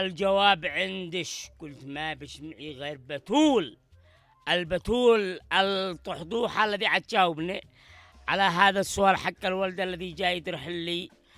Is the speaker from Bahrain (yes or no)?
no; Yemen; ليش إحنا هنا في اليمن بنهتم به لهذا الدرجة ونسوي له إذاعة وفعاليته لبناني وإحنا يمنيين؟